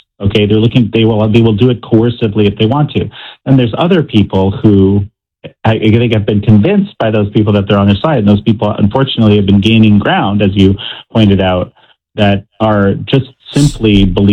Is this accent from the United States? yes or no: no; Canada; Listen, I grew up in Canada, of all places, in the 80s, right? In the 70s and 80s.